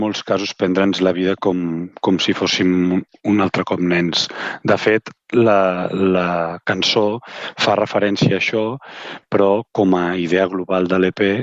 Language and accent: Catalan; Gràcia, Catalonia, Spain; que soc un cantautor de la Vila de Gràcia